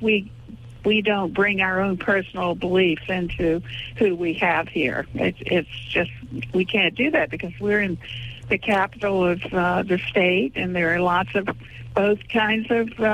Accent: Richmond, Virginia, United States; born or raised there; now in North Carolina, United States

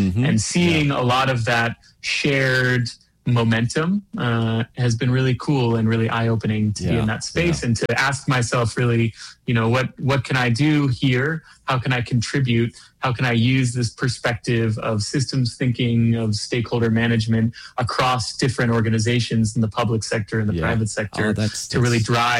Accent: United States; now in Europe; being in Europe, being an American citizen

